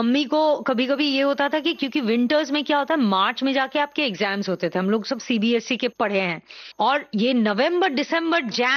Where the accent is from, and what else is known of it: Delhi, India; born or raised there